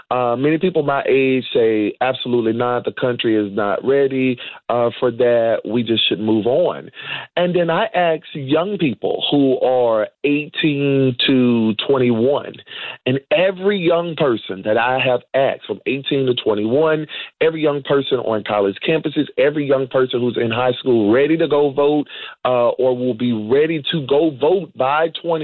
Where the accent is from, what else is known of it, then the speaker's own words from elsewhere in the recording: Fayette, Mississippi, United States; from my hometown of Fayette, Mississippi.